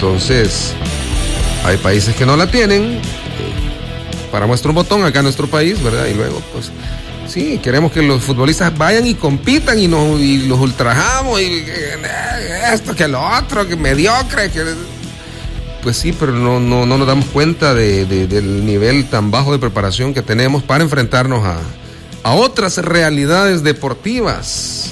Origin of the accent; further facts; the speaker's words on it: El Salvador; soy salvadoreño